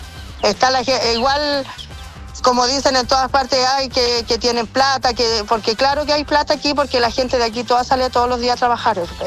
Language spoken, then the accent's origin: Spanish; Chile; es algo que no me lo explico yo como chilena